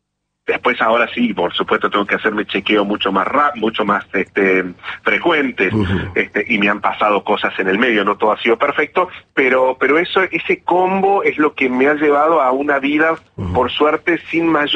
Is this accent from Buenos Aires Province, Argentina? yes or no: no; Río Cuarto, Córdoba, Argentina; born there; Yo nací en Río Cuarto, al sur de la provincia de Córdoba.